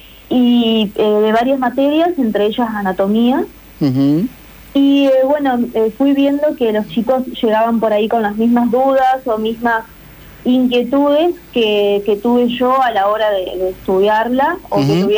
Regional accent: María Grande, Entre Ríos, Argentina; moved away as an adult; now in Villaguay, Argentina; Sí, yo soy de María Grande y estoy acá en Villaguay estudiando la licenciatura de kinesiología.

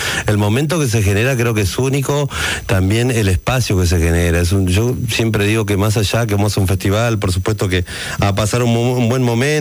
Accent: Argentina; todos somos argentinos

